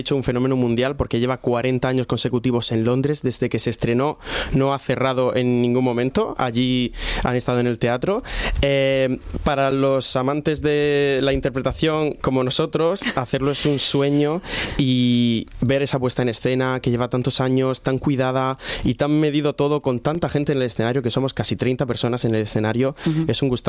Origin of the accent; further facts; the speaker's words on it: Lorca, Region of Murcia, Spain; now in Madrid, Spain; Pues siempre es un orgullo también, o sea, lo dice gente de Lorca, de donde yo soy y tal.